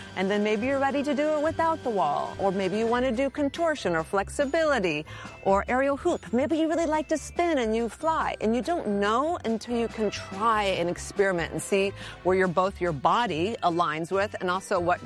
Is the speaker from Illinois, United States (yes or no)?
no; San Francisco, California, United States; I grew up in San Francisco and was fortunate enough to have a circus school in my neighborhood.